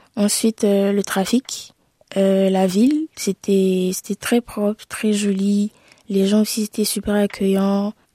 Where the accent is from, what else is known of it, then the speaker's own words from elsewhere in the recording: Abidjan, Côte d’Ivoire; j'ai 17 ans. Je suis née en Côte d'Ivoire à Abidjan, à Yopougon, dans la commune. J'ai grandi avec mes parents